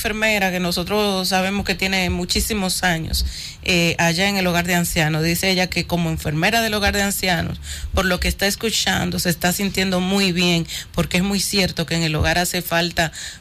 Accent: Dominican Republic; conociéndonos como somos los dominicanos

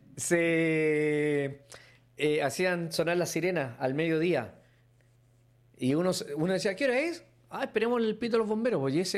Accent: Chile; un mejor pasar nosotros como chilenos.

